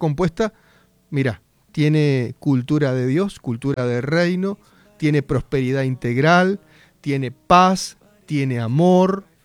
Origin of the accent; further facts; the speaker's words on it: Argentina; porque soy argentino